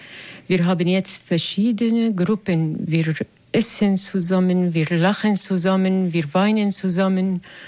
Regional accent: Syria; German is a second language; Ich komme aus Syrien und ich weiß, was es Gewalt ist.

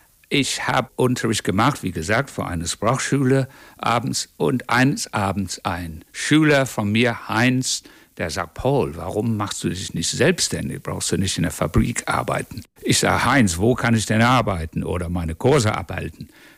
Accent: England, United Kingdom; German is a second language; moved away as an adult; now in Braunschweig, Germany; Ich bin gebürtiger Engländer, aber lebe seit 1978 hier in Braunschweig, Deutschland.

